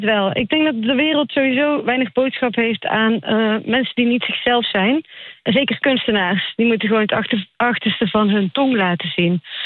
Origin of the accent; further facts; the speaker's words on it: Netherlands; accent: soft G; Dus ik blijf altijd herkenbaar in mijn tegendraadsheid, mijn zachte G en mijn stemgeluid natuurlijk.